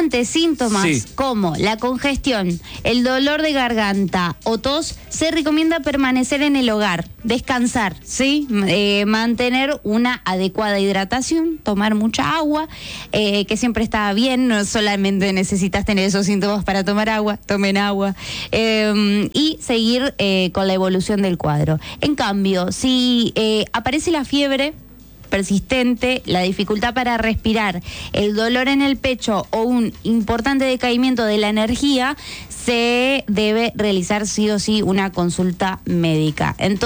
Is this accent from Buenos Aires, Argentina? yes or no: no; Entre Ríos, Argentina; acá somos de Entre Ríos y nos gusta compartir el mate y la galletita y todo eso